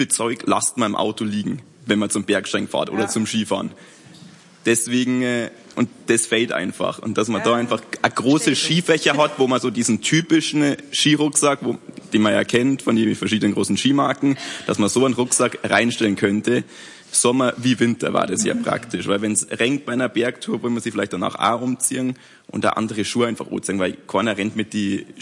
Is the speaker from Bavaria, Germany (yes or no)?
yes; Lenggries, Bavaria, Germany; ich bin aus Lingries